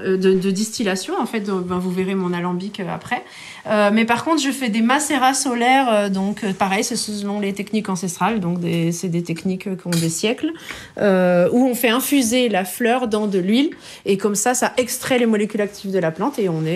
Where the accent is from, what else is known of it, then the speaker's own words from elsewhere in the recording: Bourgogne-Franche-Comté, France; now in Ardèche, France; Non, je suis de Franche-Comté.